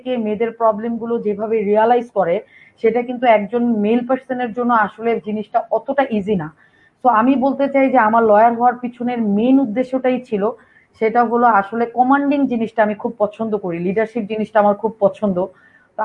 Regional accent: Bangladesh; আমরা যখন যে সময়টাতে বাংলাদেশের প্রেক্ষাপটে বড় হয়েছি, আমি বলছি আসলে 80-এর দশকের কথা

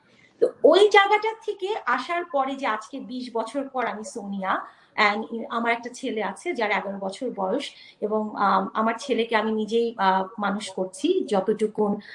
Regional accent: Bangladesh; moved away as an adult; also born or lived in New York City; now in Texas, United States

